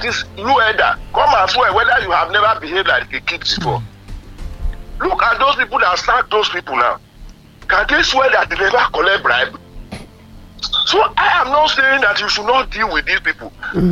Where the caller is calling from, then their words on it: Olodo, Nigeria; I'm calling from Olodo.